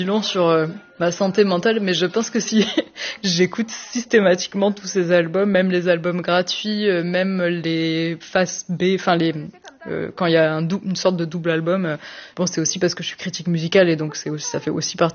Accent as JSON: {"language": "French", "town": "La Ciotat", "region": "Provence-Alpes-Côte d'Azur", "country": "France", "tie": "born or raised there", "said": "je suis docteur en sociologie. Je suis originaire des Bouches-du-Rhône, La Ciotat plus précisément, pas très loin de Marseille."}